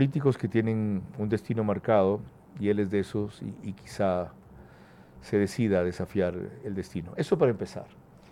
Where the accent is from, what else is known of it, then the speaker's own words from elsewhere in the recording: Bahía de Caráquez, Manabí, Ecuador; La situación en mi tierra es gravísima.